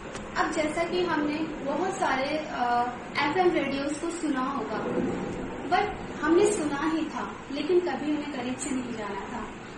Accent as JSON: {"language": "Hindi", "region": "Delhi", "country": "India", "said": "और मैं दिल्ली से हूँ।"}